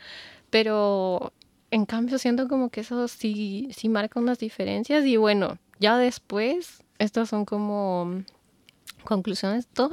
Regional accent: Quito, Pichincha, Ecuador; now in Europe; mi ciudad de origen.

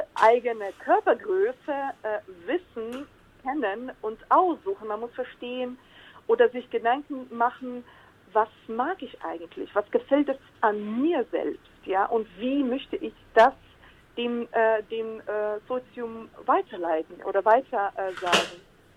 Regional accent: Ukraine; ich habe als Kind in der Ukraine, als ich dann noch die Ukraine ganz ganz junger Staat war, ich habe dann mit anderen Mädchen aus meinem Nachbarschaft auch Modenschauen organisiert.

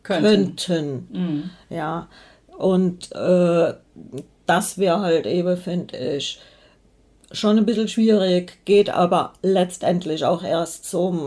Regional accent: Hesse, Germany; born there; ich stamme ja aus Hessen gebürtig

